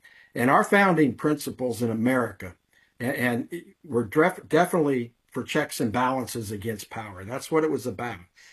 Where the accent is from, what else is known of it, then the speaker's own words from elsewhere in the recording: Illinois, United States; moved away as an adult; I'm originally from Illinois, went to San Diego after college, ended up at Stanford Research Institute when I was 23.